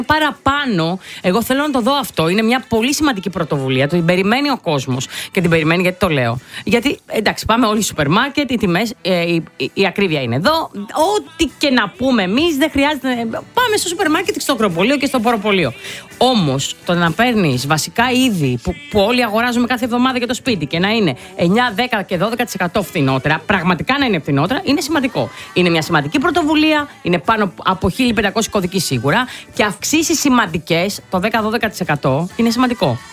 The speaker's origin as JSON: {"language": "Greek", "region": "Western Greece", "country": "Greece", "tie": "born or raised there", "said": "εμένα στο χωριό μου, επειδή πήγα, είχε πάρα πολύ κόσμο. Και όλα τα χωριά στην Ηλία."}